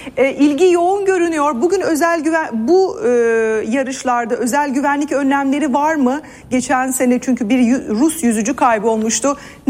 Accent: Elazığ, Turkey; moved away; Memleketim Elazığ'a geldiğimizde

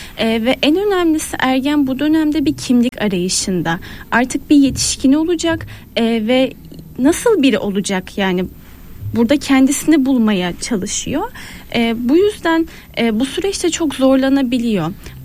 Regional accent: Mardin, Turkey; Mardinliyim, 4 kız kardeşiz. Ailenin ikinci çocuğuyum.

